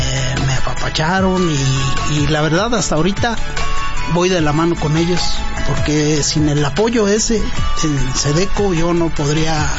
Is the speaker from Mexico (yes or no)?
yes; Quiroga, Michoacán, Mexico; now in Morelia, Mexico; Yo soy oriundo de Mero Quiroga, Michoacán.